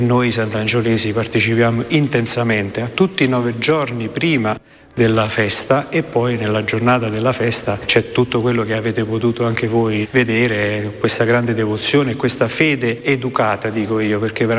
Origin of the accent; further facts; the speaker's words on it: Sant'Angelo all'Esca, Campania, Italy; Sant'Angelo è il mio cuore. Sant'Angelo non è per me solo un luogo fisico. Sant'Angelo è casa, è famiglia, è passione. Cioè, io ho sperato sin da quando ero bambino di vivere a Sant'Angelo, ho avuto la fortuna.